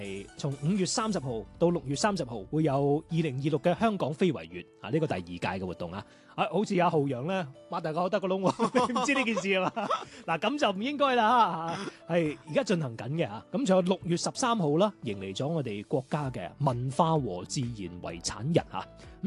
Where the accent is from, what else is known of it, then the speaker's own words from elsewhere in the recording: Guangdong, China; 我哋廣府人好鍾意意頭㗎嘛